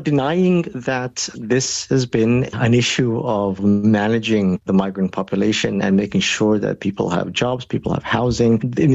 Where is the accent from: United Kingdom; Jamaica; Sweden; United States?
Sweden; Malmö, Skåne; When I travel to other parts of Europe and I tell them I'm from Malmo, they're like, that's a very dangerous place.